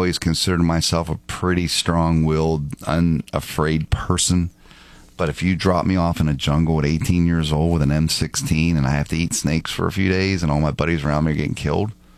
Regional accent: Martins Ferry, Ohio, United States; I'm an Appalachian Caucasian from Martins Ferry, and I had good upbringing.

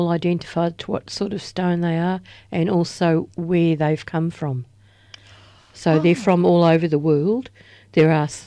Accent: Maffra, Victoria, Australia; telling people about my hometown of MAFRA, because I was born there and I love it.

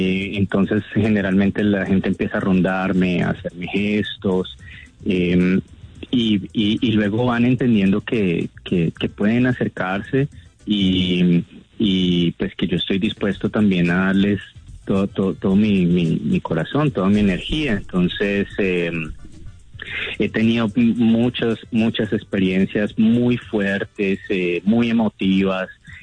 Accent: Cali, Valle del Cauca, Colombia; entender que como caleños y caleñas estamos pues juntos en esta situación

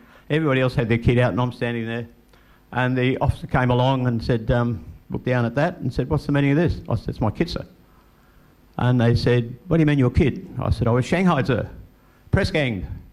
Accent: Sydney, New South Wales, Australia; moved away as an adult; now in Tasmania, Australia; I grew up in Sydney.

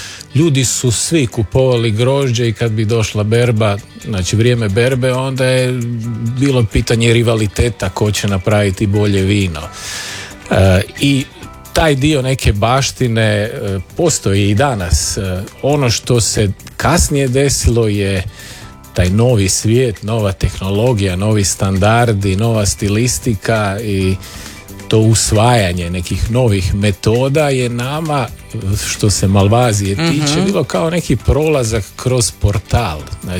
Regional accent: Split, Split-Dalmatia County, Croatia; born there; kad sam se ja rodio, mama je bila u Vranjicu i ja sam rođen u Splitu

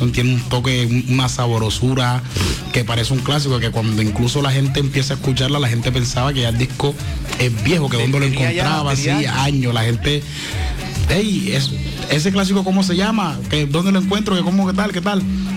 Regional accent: Cartagena, Bolívar, Colombia; mi persona, yo soy de Cartagena.

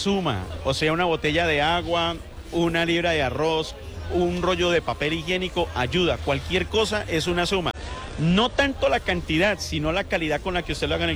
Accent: Colombia; somos la familia llamada Colombia

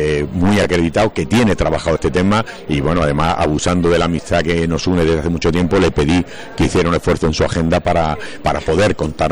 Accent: Osuna, Andalusia, Spain; moved away; volver a mi pueblo es siempre un motivo de alegría, ver amigos, ver sus calles y ver que el pueblo está cada día más bonito. Es una satisfacción. Vengo a lo largo del año, ya más en plan privado, pero nunca dejo de venir porque, bueno, son mis raíces.

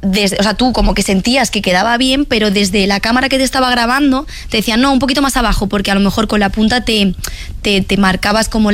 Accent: Valencia, Valencian Community, Spain

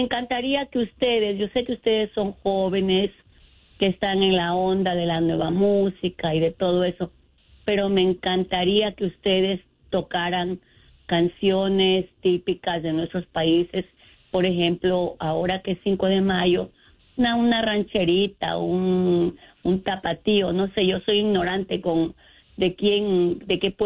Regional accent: Ecuador; now in United States; No, yo soy ecuatoriana.

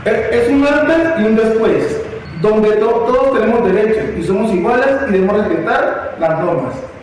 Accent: Colombia; Y eso somos los colombianos, igualdad ante todo.

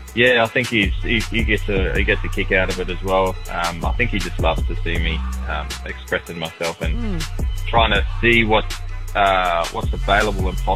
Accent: Darwin, Northern Territory, Australia; now in Adelaide, Australia; I'm an Aboriginal and Torres Strait Islander person, so yeah, we grew up in Darwin, but we grew up on fish.

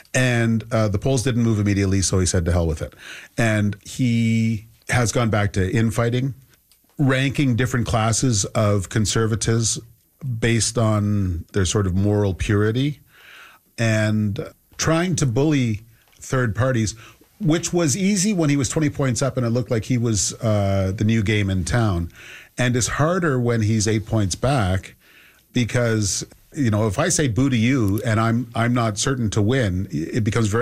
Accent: Sarnia, Ontario, Canada; I grew up in Sarnia at the Blue Water Bridge, an hour north of these disputed bridges.

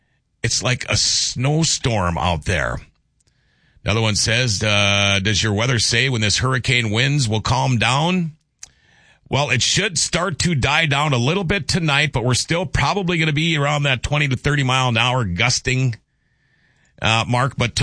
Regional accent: Minnesota, United States; It's like people from my hometown of Minnesota driving to Grand Forks to buy cigarettes

